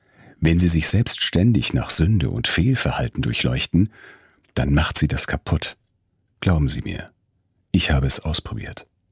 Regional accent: North Rhine-Westphalia, Germany; Ich bin im Siegerland aufgewachsen. Dort saugt man das Evangelium, die Bibel mit der Muttermilch auf.

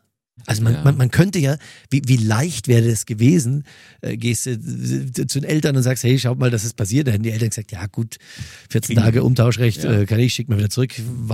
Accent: Mühldorf am Inn, Bavaria, Germany

